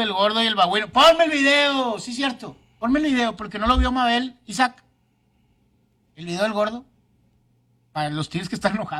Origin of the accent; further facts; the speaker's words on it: Monterrey, Nuevo León, Mexico; yo soy de Monterrey.